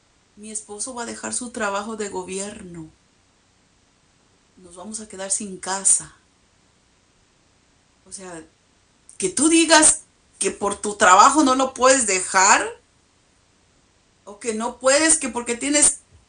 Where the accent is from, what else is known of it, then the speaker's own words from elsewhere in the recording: Anaheim, California, United States; born there; now in Fresno, United States; yo crecí en Anaheim unos años, Anaheim, California. Pero aquí en Fresno llevo 21 años de mi vida viviendo en esta parte de California. 21 años.